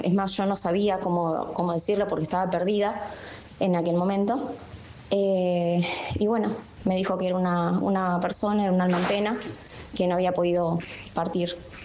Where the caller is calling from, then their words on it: Morón, Buenos Aires Province, Argentina; soy de Morón, de Buenos Aires